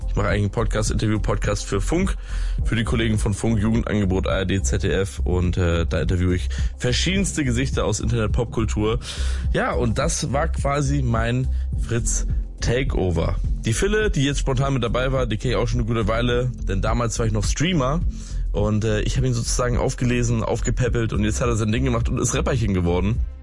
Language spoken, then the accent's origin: German; Lübeck, Schleswig-Holstein, Germany; denn ich komme ja gebürtig aus Lübeck, aus Norddeutschland.